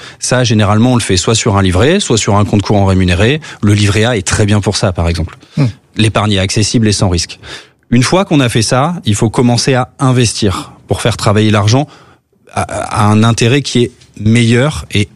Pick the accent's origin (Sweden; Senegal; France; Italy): France; en tant que Français